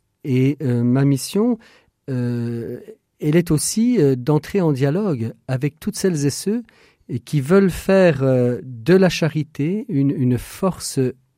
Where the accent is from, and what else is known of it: France